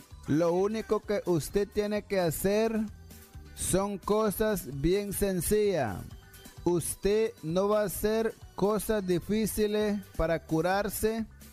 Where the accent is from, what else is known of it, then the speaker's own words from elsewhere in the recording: Nicaragua; accent: Miskito; first language Miskito; Spanish is a second language; Yo estaba hablando en mi dialecto de Misquito y ahora todo lo que hablaba en Misquito yo lo voy a traducir en lengua de español.